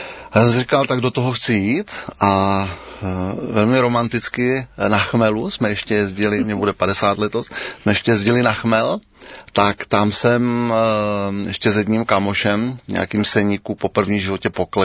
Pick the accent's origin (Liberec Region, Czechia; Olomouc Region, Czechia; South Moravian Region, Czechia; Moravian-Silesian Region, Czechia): South Moravian Region, Czechia; Brno; já jsem z Brna a jsem pastorem Církve Slovo života.